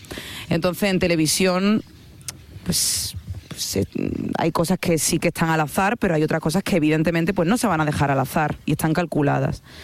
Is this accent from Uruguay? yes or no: no; Andalusia, Spain; Yo soy andaluza.